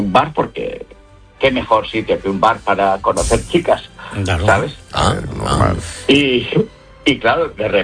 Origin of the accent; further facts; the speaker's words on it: Aragon, Spain; Y yo estuve en Zaragoza porque yo soy maño.